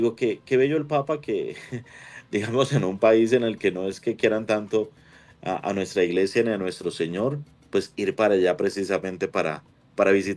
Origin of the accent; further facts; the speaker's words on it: Uruguay; Santo Padre, lo esperamos. Venimos de Uruguay. Recuerde que Francisco no visitó Uruguay y Argentina, así que lo esperamos.